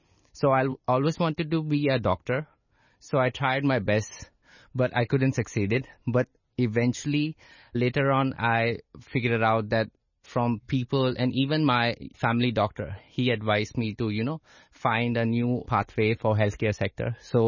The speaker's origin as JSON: {"language": "English", "region": "Delhi", "country": "India", "tie": "born or raised there", "moved": "as an adult", "lives_now": "Hong Kong", "said": "So I was born and brought up in Delhi, which is the capital of India. So I have done my schoolings to college in Delhi only."}